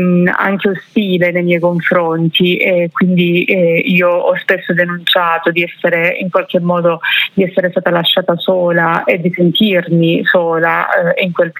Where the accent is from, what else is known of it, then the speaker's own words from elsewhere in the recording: Cinquefrondi, Calabria, Italy; lei viveva a Laureana di Borrello e io sono di Cinquetroni